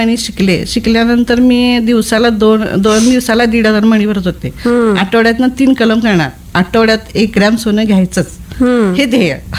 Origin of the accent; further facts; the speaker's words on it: Sohale, Maharashtra, India; moved away as an adult; माझं माहेर आजरा तालुक्यात सोहाळे म्हणून छोटस गाव आहे.